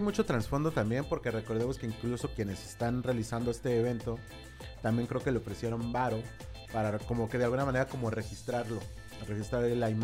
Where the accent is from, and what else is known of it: Mexico